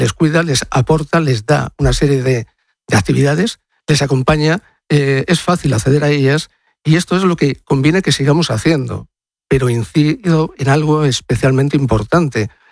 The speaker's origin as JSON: {"language": "Spanish", "town": "Madrid", "region": "Community of Madrid", "country": "Spain", "said": "Yo soy del pueblo de Madrid."}